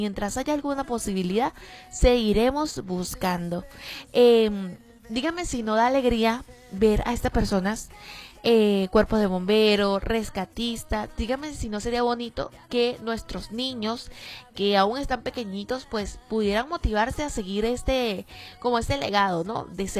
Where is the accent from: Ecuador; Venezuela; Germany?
Venezuela; lo que nos identifica como venezolanos